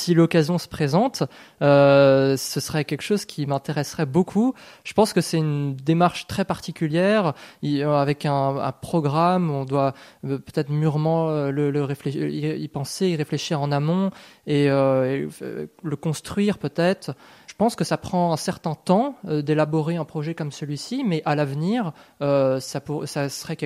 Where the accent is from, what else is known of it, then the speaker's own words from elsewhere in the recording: Blois, Centre-Val de Loire, France; Alors, moi, je suis originaire donc de Blois, donc c'est pas très loin.